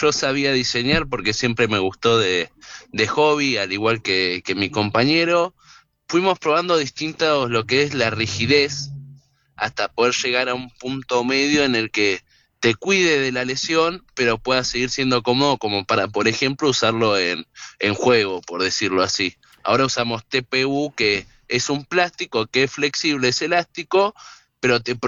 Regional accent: Mar del Plata, Buenos Aires Province, Argentina; Sí, exactamente, justo somos de Mar del Plata, así que el Dibu es lo más claro.

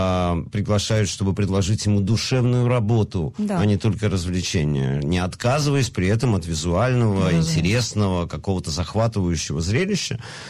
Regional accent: Tashkent, Uzbekistan; moved away; Мы из Ташкента

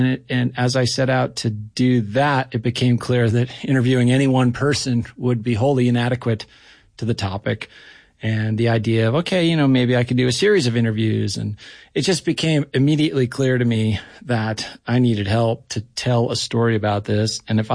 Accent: New Hampshire, United States; I grew up in New Hampshire, and, you know, my grandfather lived on a large piece of land

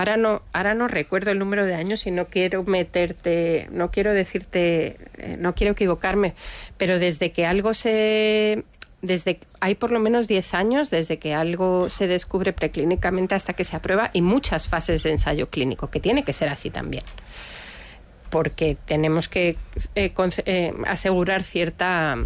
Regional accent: Madrid, Community of Madrid, Spain; moved away as an adult; now in San Sebastián, Spain; yo soy madrileña, pero ahora ya donostiarra.

